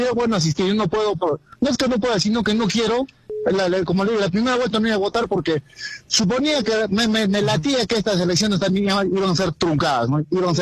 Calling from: Putina, Puno, Peru

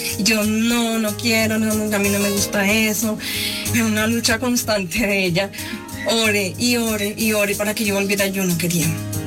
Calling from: Bogotá, Colombia; vivo en Bogotá, Colombia.

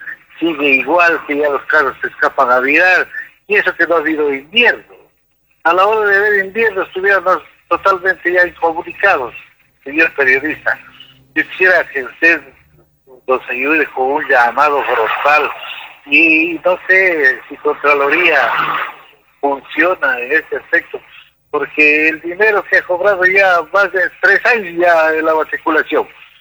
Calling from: Loja, Ecuador; le hablo desde la ciudad de Loja.

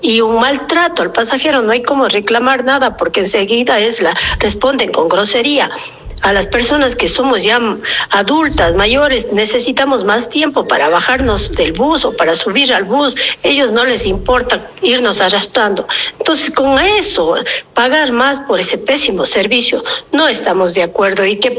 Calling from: Ecuador; yo vivo en Las Orquídeas y tomo todos los días ese bus.

